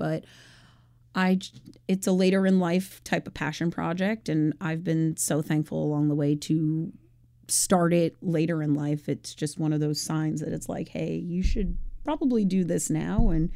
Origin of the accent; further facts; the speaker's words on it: Holbrook, New York, United States; moved away; I am a New Yorker, indeed. I'm from Long Island, which the east end of Long Island, Holbrook. And I love the beaches, love everything about it. Growing up, it's still a little rural compared to a small town, but still it's a wonderful experience.